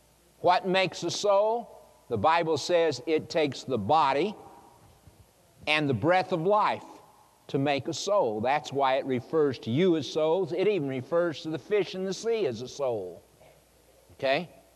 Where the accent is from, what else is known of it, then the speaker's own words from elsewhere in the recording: Oklahoma, United States; I grew up in Oklahoma. The western part of Oklahoma has huge, huge wheat fields.